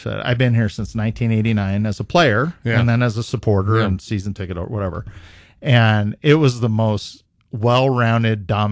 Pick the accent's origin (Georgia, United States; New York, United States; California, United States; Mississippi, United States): California, United States; moved away as an adult; now in New Mexico, United States; I'm from Southern California. So yeah. I tell people from New Mexico all the time, I grew up in one of the greatest areas in the country, and I wouldn't move back there if you paid me. So I love being here.